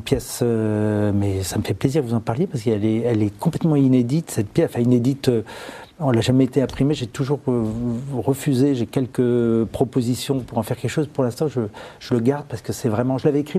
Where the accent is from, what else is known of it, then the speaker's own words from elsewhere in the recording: Paris, Île-de-France, France; born there; Mais je suis né à Paris et ça se passait à Paris.